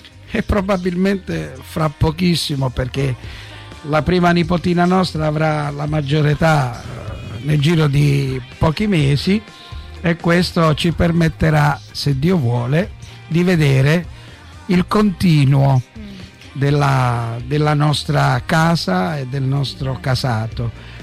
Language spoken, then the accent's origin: Italian; Naples, Campania, Italy; Non sarà, noi siamo napoletani.